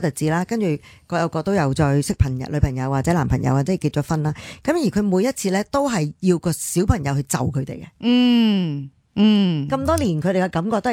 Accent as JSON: {"language": "Cantonese", "town": "Chaozhou", "region": "Guangdong", "country": "China", "said": "因为第一我系潮州人啦，虽然我唔识听佢讲任何一句说话啦"}